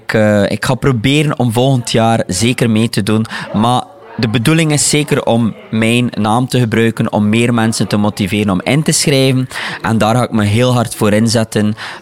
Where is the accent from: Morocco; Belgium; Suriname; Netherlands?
Belgium; Ostend, Flanders; ik ben hier opgegroeid in Vlaanderen, in Middelkerk Oostende. Hier gestudeerd, met een Belgische vrouw getrouwd. Mijn eigen kindjes hier aan het opgroeien. Maar er is ook iets unieks aan mijn show. Dat is dat ik ook van Pakistanse origine ben.